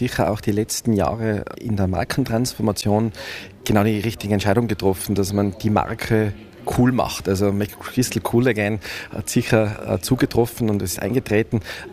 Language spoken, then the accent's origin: German; Wattens, Tyrol, Austria; Wir sind aus Wartens, haben diese Verbundenheit mit dem Ort